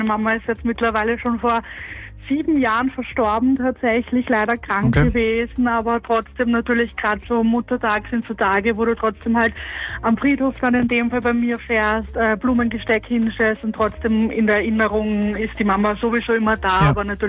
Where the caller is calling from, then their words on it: Vösendorf, Lower Austria, Austria; Ich bin aus Vösendorf.